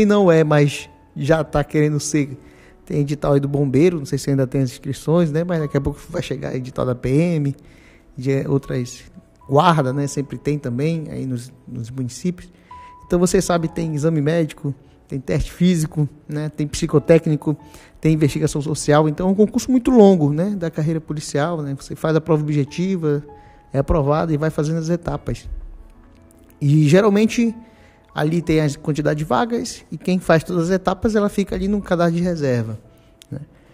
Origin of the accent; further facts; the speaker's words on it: Belém, Pará, Brazil; moved away; A minha família toda é de Belém, né? Meu pai, minha mãe, minha irmã, todo mundo. A gente veio de Belém, do Pará, e a gente ainda tem alguns familiares lá, né? E é nossa raiz, né? É lá.